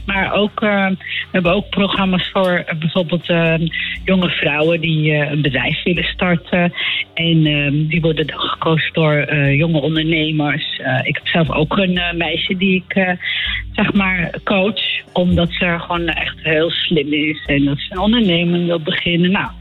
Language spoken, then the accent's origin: Dutch; Amsterdam, North Holland, Netherlands; Nee, ik woon in Amsterdam. Ik ben in Amsterdam opgegroeid. Ik heb in Amsterdam gestudeerd.